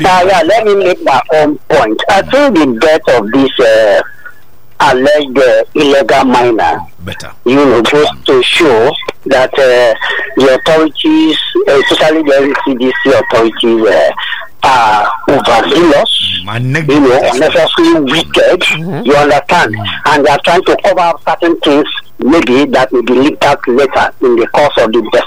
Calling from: Lagos, Nigeria; I'm calling from Abaranja and Ekotu.

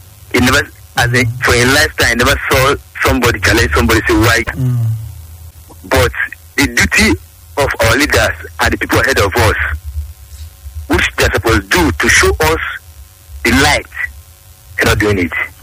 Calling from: Cameroon; I'm calling from Cameroon.

